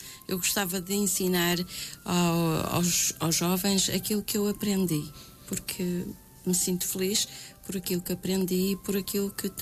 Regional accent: Paços de Ferreira, Norte, Portugal

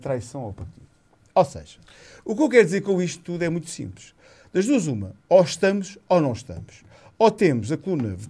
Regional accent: Portugal; now in Sesimbra, Portugal; eu não sou de Sesimbra, e depois dizem, é o filho da terra, eu sou filho de terra, sou português, sou filho de qualquer terra

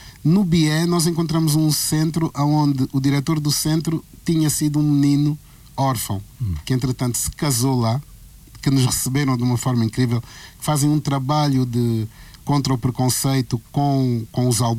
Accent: Lisbon, Portugal; Então, mesmo crescendo aqui em Portugal, indo sempre a Angola e estando sempre nesses dois continentes, eu aqui encontrei muitas Áfricas também, né?

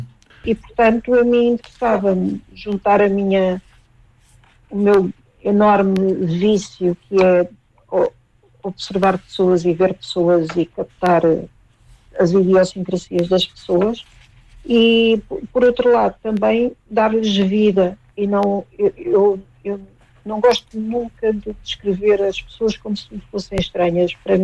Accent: Alentejo, Portugal; E eu, como alentejana

